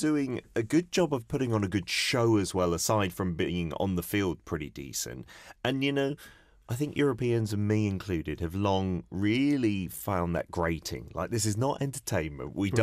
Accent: England, United Kingdom; I like to say because I'm British, or actually I'm English, that England invented it

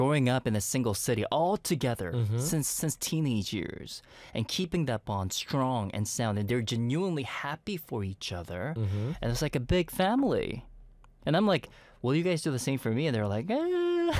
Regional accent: Montreal, Quebec, Canada; now in Korea; So I was raised in Montreal, as you guys all know.

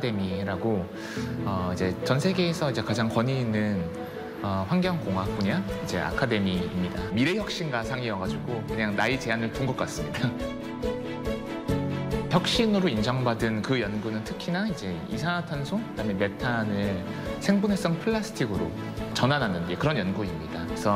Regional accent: Daejeon, South Korea; 카이스트 바로 옆에서 태어나서 자라왔습니다.

